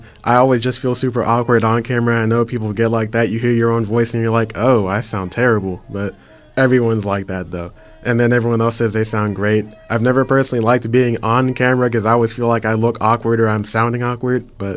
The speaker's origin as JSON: {"language": "English", "town": "Penn Hills", "region": "Pennsylvania", "country": "United States", "tie": "born or raised there", "said": "born and raised in Penn Hills, went all the way through Penn Hills up until I graduated high school."}